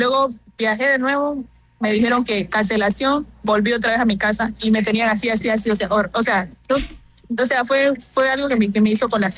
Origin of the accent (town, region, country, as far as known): Tumaco, Nariño, Colombia; moved away